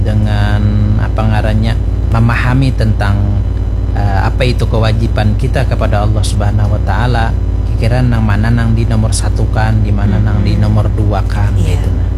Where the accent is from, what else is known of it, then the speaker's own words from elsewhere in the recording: South Kalimantan, Indonesia; kebiasaan orang kita Banjar ini kan inya Bu Ay, kayak istilahnya aku najar